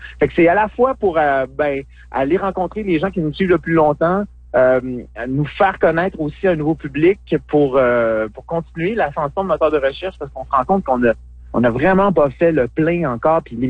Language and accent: French; Quebec, Canada; moi je viens du Saguenay